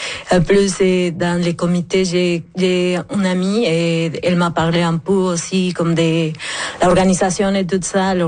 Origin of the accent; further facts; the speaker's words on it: Mexico; French is a second language; moved away as an adult; now in Sept-Îles, Canada; Oui, je suis originaire du Mexique.